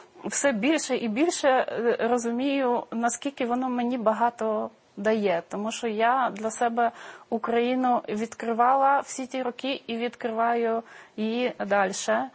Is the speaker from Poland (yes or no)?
yes; Warsaw, Masovian Voivodeship, Poland; Ukrainian is a second language; moved away as an adult; now in Lviv, Ukraine; саму Варшаву, мою рідну Варшаву, яка дуже сильно помінялася за тих 20 років, коли я там не живу